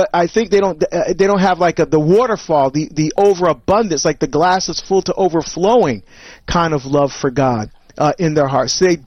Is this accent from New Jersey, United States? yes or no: yes; New Jersey, United States; Angela's calling from my home state of New Jersey.